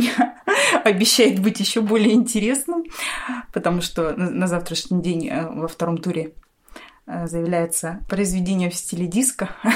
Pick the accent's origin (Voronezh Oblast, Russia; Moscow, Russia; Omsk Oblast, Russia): Omsk Oblast, Russia; Omsk; Я приехала из города Омска.